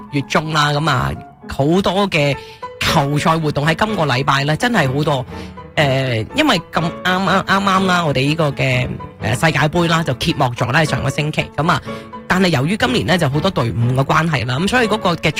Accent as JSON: {"language": "Cantonese", "country": "Canada", "said": "作为加拿大人好高兴啊"}